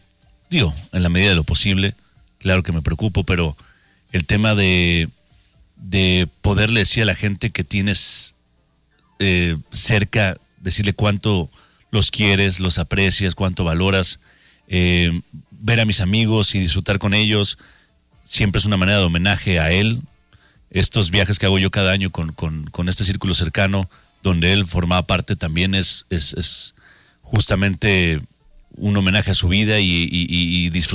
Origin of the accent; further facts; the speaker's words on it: Mexico City, Mexico; yo soy chilango